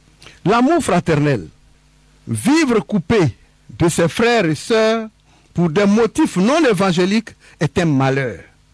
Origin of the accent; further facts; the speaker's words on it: Côte d’Ivoire; chez nous en Côte d'Ivoire